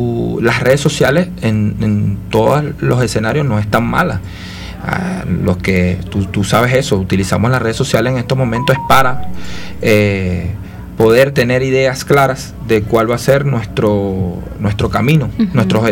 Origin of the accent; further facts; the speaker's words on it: Venezuela; todos los cubanos también son venezolanos y los venezolanos somos cubanos